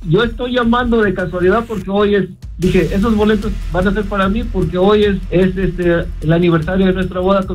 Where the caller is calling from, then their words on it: Guerrero, Mexico; Soy del estado de Guerrero.